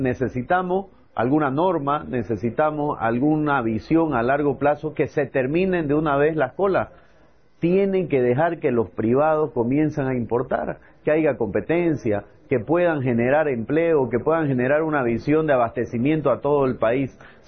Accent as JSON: {"language": "Spanish", "country": "Bolivia", "said": "para que tengamos como bolivianos toda la calidad y el volumen necesario"}